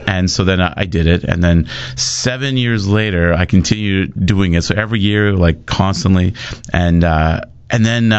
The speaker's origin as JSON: {"language": "English", "town": "Winnipeg", "region": "Manitoba", "country": "Canada", "said": "although I come from Winnipeg, the reason this is an easy trip"}